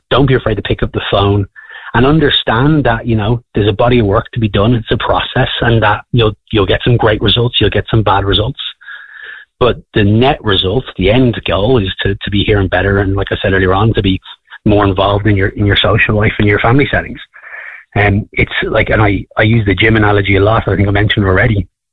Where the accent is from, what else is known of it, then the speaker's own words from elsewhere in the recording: Wicklow, Leinster, Ireland; I'm from Wicklow originally.